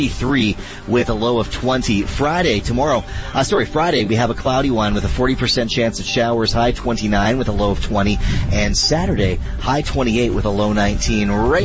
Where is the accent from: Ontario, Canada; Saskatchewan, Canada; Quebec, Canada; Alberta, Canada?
Ontario, Canada; Windsor; I always say growing up in Windsor, it's very cool because we get not one but two cities. We get Windsor and we get Detroit and all the Detroit suburbs in a sense.